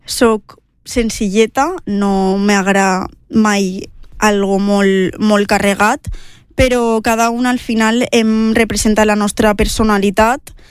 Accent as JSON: {"language": "Catalan", "town": "Sant Pasqual", "region": "Valencian Community", "country": "Spain", "said": "Sí, soc de Sant Pasqual."}